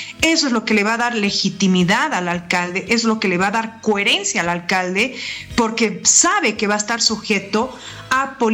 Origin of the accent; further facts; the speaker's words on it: La Paz, Bolivia; los paceños somos unos guerreros en todo sentido. Hemos logrado construir una ciudad de más de 3,000 metros de altura.